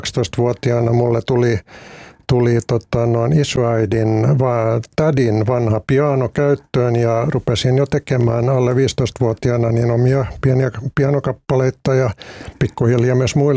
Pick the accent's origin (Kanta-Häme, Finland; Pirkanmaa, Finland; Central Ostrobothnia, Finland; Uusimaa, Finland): Uusimaa, Finland; Helsinki; born there; no itse synnyin vuonna 1956 Helsingissä